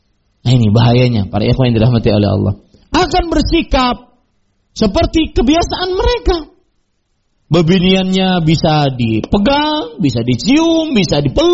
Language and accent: Indonesian; Banjar, South Kalimantan, Indonesia; Kita orang Banjar ke Jawa.